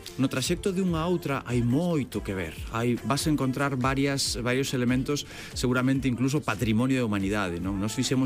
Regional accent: Galicia, Spain; Somos raritos, vimos de Galicia, que nos vas contar, señora.

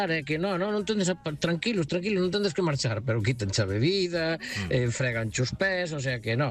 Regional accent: A Estrada, Galicia, Spain; Hola, bon días, equipazos … da Estrada.

